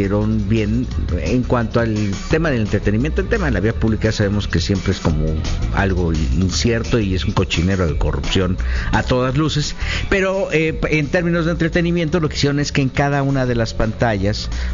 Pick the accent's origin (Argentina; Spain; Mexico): Mexico; y que nos deben de motivar, sobre todo, como lo dijimos al principio, como mexicanos que somos.